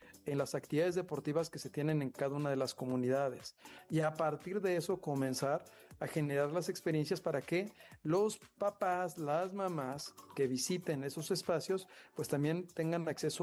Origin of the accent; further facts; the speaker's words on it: Ensenada, Baja California, Mexico; de Tierra Bendita, de donde yo soy, allá de Baja California, ensenadense.